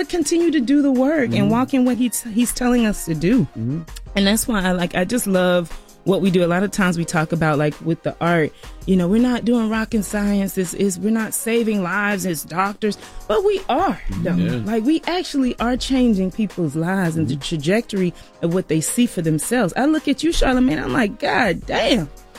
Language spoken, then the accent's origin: English; South Carolina, United States; I'm from South Carolina, small town, grew up in the church, you know, like low to mid class family.